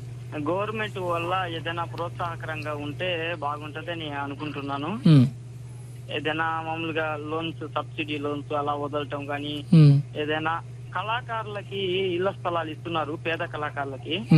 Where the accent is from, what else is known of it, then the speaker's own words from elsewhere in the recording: Buchireddypalem, Andhra Pradesh, India; మాది బుచ్చిరెడ్డిపాలెం, నెల్లూరు జిల్లా.